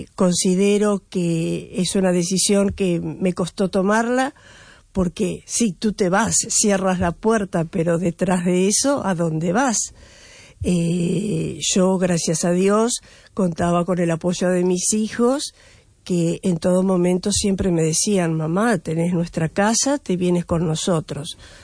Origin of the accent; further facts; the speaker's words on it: Mos, Galicia, Spain; now in Vigo, Spain; Sí, yo soy de Mos y vivo ahora actualmente con mi hija.